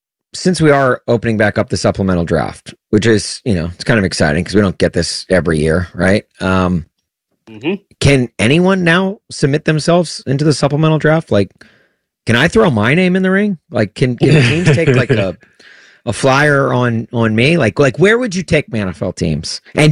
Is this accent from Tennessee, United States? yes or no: yes; Tennessee, United States; If my hometown team, the Tennessee Titans, we know you need all the help you can get. And I'm here to do it, baby. Sign the hometown kid.